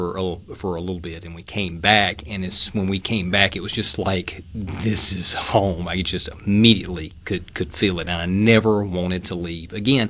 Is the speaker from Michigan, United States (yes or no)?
no; Mississippi, United States; I love my hometown, even though it's not really a town. It's more, you know, a collection of fields and trees and streams